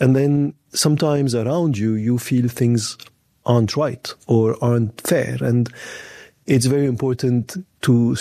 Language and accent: English; Lebanon; moved away as an adult; also born or lived in France; So I grew up in Lebanon. At age 18, I moved to France for my university.